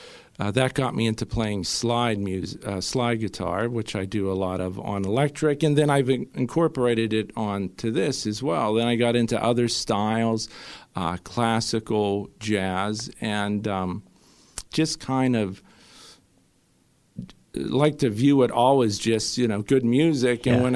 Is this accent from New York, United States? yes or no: no; East Pittsburgh, Pennsylvania, United States; I grew up in East Pittsburgh, which would be east of the city, so North Versailles, Turtle Creek area.